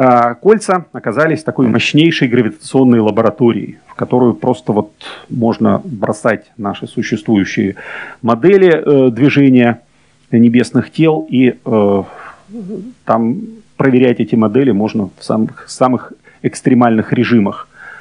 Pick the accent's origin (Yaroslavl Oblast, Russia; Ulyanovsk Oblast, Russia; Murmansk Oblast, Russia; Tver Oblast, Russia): Ulyanovsk Oblast, Russia; Я из Ульяновской области, поэтому мне это важно.